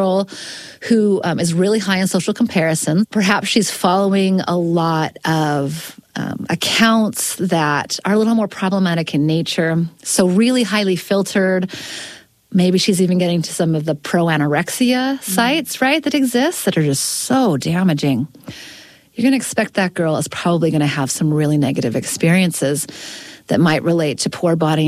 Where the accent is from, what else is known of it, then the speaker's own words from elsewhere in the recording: Utah, United States; so I'm from Utah